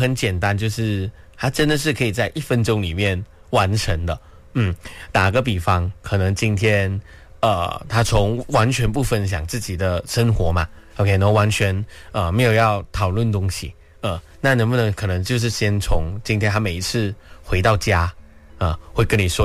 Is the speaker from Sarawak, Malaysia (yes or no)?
no; Pahang, Malaysia; moved away as an adult; now in Kuala Lumpur, Malaysia; 因为我也是彭亨人，所以其实我在吉隆坡做工